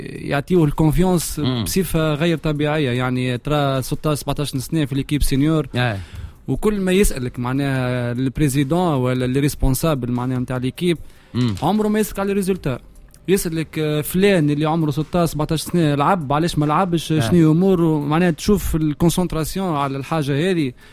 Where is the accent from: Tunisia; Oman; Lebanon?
Tunisia; اللي عندنا في تونس هنا معظم النوادي يمتلكوا الحاجات هذيك